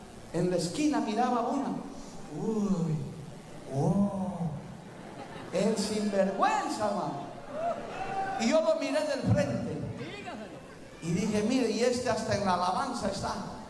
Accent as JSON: {"language": "Spanish", "country": "Bolivia"}